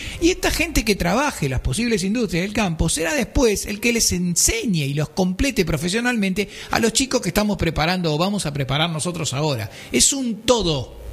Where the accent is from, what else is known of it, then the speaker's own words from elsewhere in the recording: Buenos Aires, Argentina; como somos todos porteños